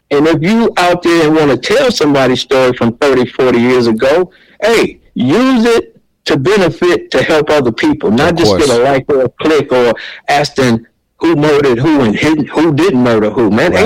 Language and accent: English; United States; growing up in the Black Bottoms